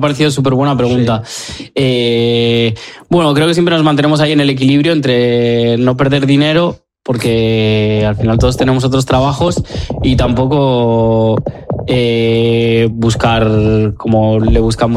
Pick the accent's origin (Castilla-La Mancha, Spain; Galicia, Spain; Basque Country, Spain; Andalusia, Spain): Basque Country, Spain; Vitoria-Gasteiz; nosotros que somos de Gasteiz.